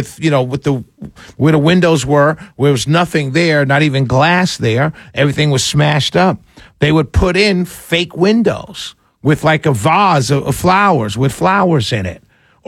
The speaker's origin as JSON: {"language": "English", "town": "New York City", "region": "New York", "country": "United States", "said": "I'm from New York City, as many of you know."}